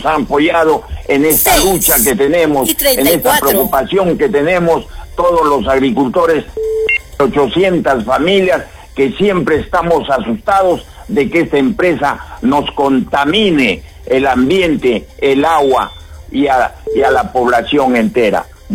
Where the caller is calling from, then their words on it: Cocachacra, Arequipa, Peru; Le hablo desde Cocachacra.